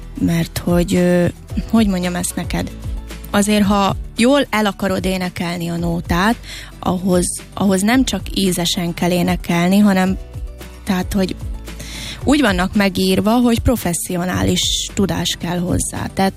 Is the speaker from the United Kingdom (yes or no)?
no; Slovakia; moved away as an adult; now in Budapest, Hungary; megélettem a romaságomat, tehát ez nagyon fontos, hogy ugye felvidékiként fölkerülsz Budapestre. Tehát eleve az, hogy ugye egy nagyvárosba kerültem.